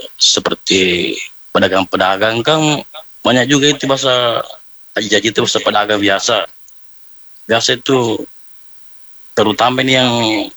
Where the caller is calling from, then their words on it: Pangkep, South Sulawesi, Indonesia; Saya juga orang Bugis juga, Bugis Pangkep saya.